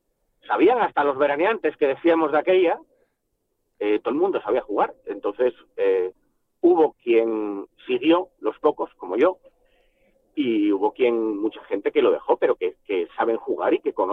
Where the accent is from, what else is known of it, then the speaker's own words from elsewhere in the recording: Andrín, Asturias, Spain; Yo soy de Andrín, pero vamos, llevo toda mi vida atravesado por Pancar en la bolera y en el pueblo